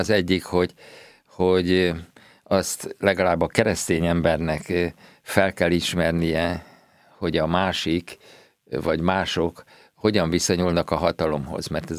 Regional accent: Hungary; mint magyar társadalom, hívők

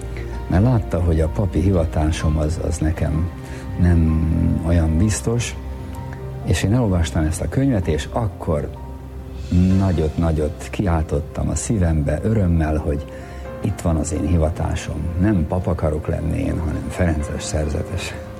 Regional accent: Pilisszentlászló, Pest, Hungary; also born or lived in Budapest; Én Budapesten születtem, mert egy nehéz szülése volt az anyukámnak, úgyhogy Pilis Szent Lászlóról a mentő nem csak Szentendrére, de egész Budapestre hozta a János kórházba.

